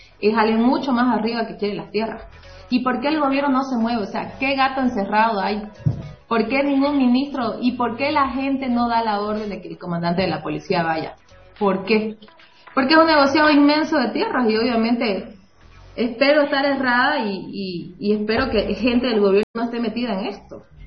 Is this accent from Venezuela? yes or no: no; Santa Cruz, Bolivia; yo como mujer cruceña y mujer trabajadora